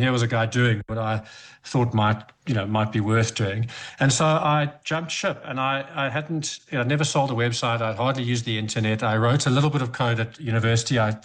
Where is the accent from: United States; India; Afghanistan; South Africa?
South Africa; Cape Town, Western Cape; So I was born and bred in Cape Town. I went to high school at St. Stithians and then went to UCT for university.